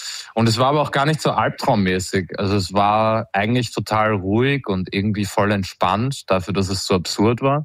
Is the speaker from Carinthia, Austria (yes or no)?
no; Vienna, Austria; ich bin aus Wien